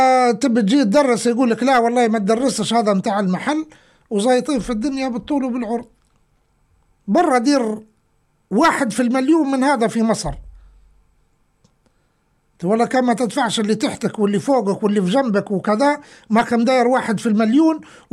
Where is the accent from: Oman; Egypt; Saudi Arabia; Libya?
Libya; إحنا الليبيين يعطوا في 10,000 دولار لشباب باش يهربوهم لتركيا